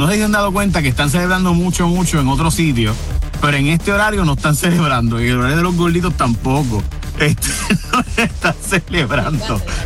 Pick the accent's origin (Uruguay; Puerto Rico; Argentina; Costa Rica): Puerto Rico; La verdad es que los puertorriqueños quieren una unión permanente con Estados Unidos, pero seguir siendo puertorriqueños y no pagar los impuestos federales. O sea, nosotros queremos lo mejor de los dos mundos.